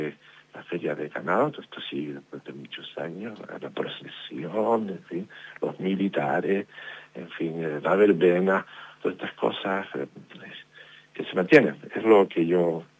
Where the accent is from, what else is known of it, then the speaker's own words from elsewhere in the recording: Canary Islands, Spain; Somos canarios, en este caso somos de terror, tenemos que seguir viviendo, manteniendo nuestras costumbres.